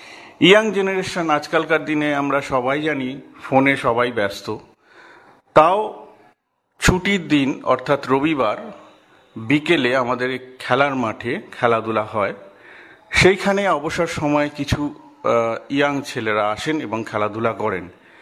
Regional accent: Dantpur, West Bengal, India; হাওড়া জেলার নলপুর পঞ্চায়েতের অধীন দাঁতপুর গ্রামের বাসিন্দা। ছোটবেলা থেকেই এই গ্রামেই আমার বেড়ে ওঠা

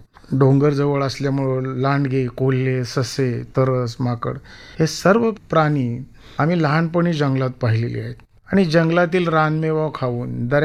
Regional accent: Asavali, Maharashtra, India; also born or lived in Bavda; 15 August 1966 साली माझा जन्म माझ्या आजोळी बावडा येथे, तालुका खंडाळा, जिल्हा सातारा येथे झाला.

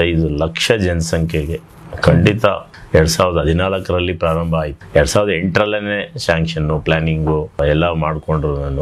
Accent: Singareddihalli, Karnataka, India; ನಮ್ಮ ಬಾಲ್ಯ ಎಲ್ಲ ನಾನು ನಮ್ಮ ಗ್ರಾಮ ಪಾವಡ ತಾಲೂಕು ಸಿಂಗರೆಡ್ಡಿಹಳ್ಳಿನಲ್ಲೇ ನಡೆದಿದೆ.

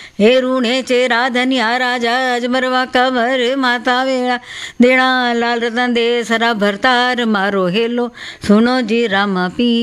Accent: North India, India; तो देखिए, मैं तो नॉर्थ इंडियन हूँ

